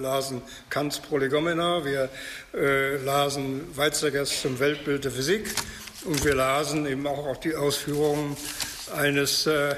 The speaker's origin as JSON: {"language": "German", "town": "Ratzeburg", "region": "Schleswig-Holstein", "country": "Germany", "tie": "born or raised there", "also_born_or_lived": "Berlin", "moved": "as an adult", "lives_now": "Karlsruhe, Germany", "said": "Ich bin aufgewachsen in Ratzeburg. Mein Vater ist 1936 von Berlin als Polizeiwachtmeister nach 12-jährigem Dienst hier an den Kreis gekommen"}